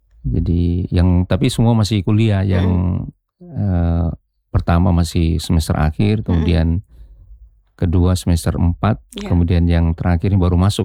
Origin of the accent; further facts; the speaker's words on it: Kendari, Southeast Sulawesi, Indonesia; Ya, tapi saya lahir besar di Kendari, hanya sekolah saja keluar di luar daerah ini.